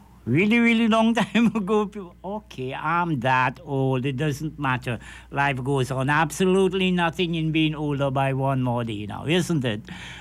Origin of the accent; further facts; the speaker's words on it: San Fernando, Trinidad & Tobago; Yeah, my days growing up in San Fernando.